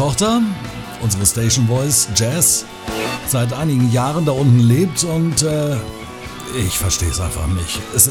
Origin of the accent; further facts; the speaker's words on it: Lower Saxony, Germany; Nun komme ich aber aus der Gegend, wo man wirklich nachgewiesen das beste Hochdeutsch spricht, aus der Nähe von Hannover.